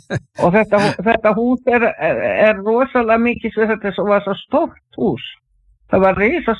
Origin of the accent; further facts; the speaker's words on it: Kópavogur, Capital Region, Iceland; þegar ég var svona krakki, ég var alveg upp í Kópavoginum